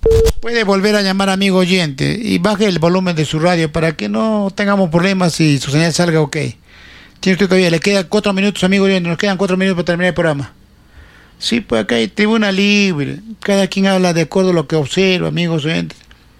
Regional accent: Cerro Colorado, Arequipa, Peru; born there; now in Uchumayo, Peru; Yo como cerreño de Cerro Colorado, nací en Cerro Colorado

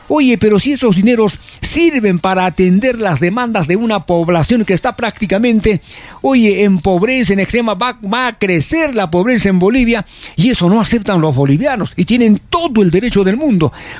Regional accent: Peru

